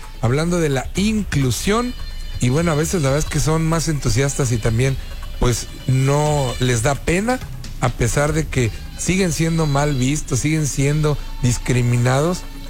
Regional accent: Mexico; a veces los propios enemigos somos los mismos mexicanos

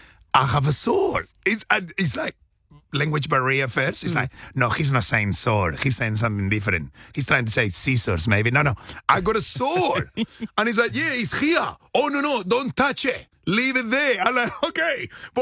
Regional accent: Australia; I'm Australian citizen, I promise. I got my papers.

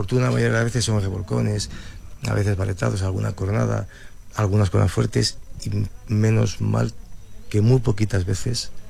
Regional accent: Peñafiel, Castile and León, Spain; Peñafiel es mi pueblo.

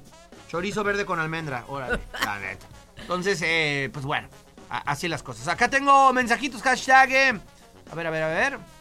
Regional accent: Mexico; yo, siendo mexicano

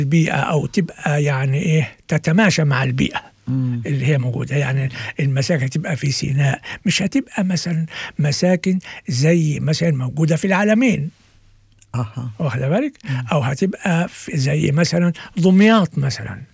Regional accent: Egypt; عندنا في مصر

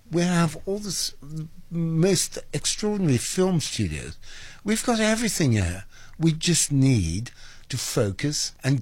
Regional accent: Cape Town, Western Cape, South Africa; moved away as an adult; also born or lived in England; I grew up in St. Phillips in Cape Town, here in Chapel Street, District 6

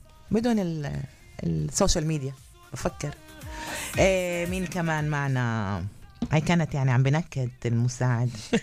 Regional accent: Jerusalem, Palestine; يسعد صباحكم عارين وماريا، … من القدس وبختار رقم 22.

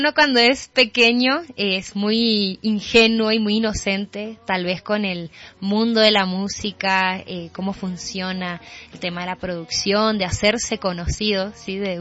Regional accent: Resistencia, Chaco, Argentina; una chica de Resistencia Chaco

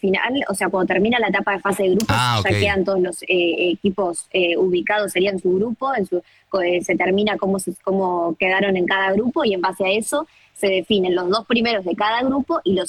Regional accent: Argentina; La gente, pasás, te pregunta de dónde sos, Argentina

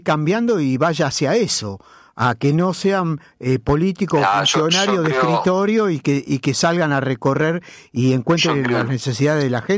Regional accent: Rosario, Santa Fe, Argentina; como rosarino, que nací, vivo y creo que voy a morir acá

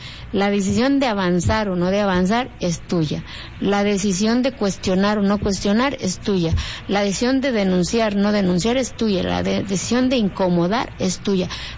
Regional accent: Mexico

